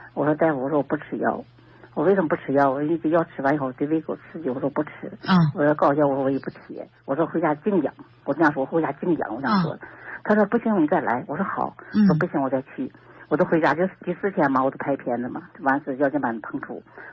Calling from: Tianjin, China; 天津宁河的人。今年69岁。

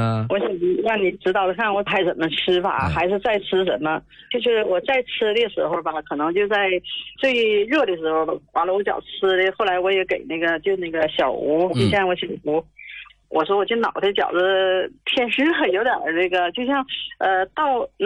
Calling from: Shenyang, Liaoning, China; 我是沈阳人

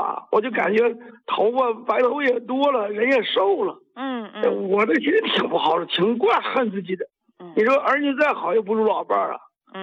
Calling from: Cangzhou, Hebei, China; 我河北沧州的

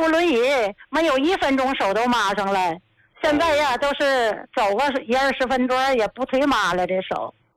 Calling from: Qinhuangdao, Hebei, China; 我是秦皇岛的人啊。

